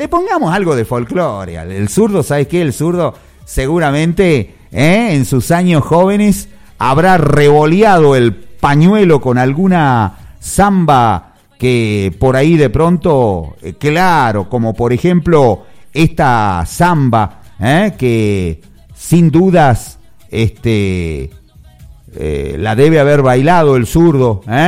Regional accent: Argentina; Yo no sé de dónde sacan estos mexicanos que nosotros somos los clásicos de México con Argentina.

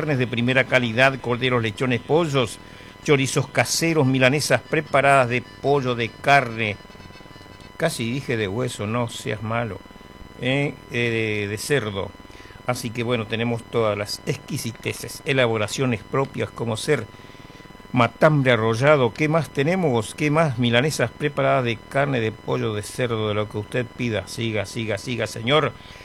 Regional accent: Presidencia de la Plaza, Chaco, Argentina; moved away; También saludo a toda mi gente de Presidencia de la Plaza, a mi pueblo en Presidencia de la Plaza, Chaco

